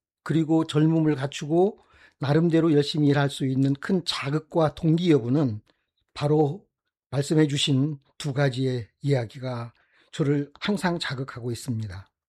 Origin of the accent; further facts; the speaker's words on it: Jeonju, North Jeolla, South Korea; 내가 사랑하는 내 고향 전주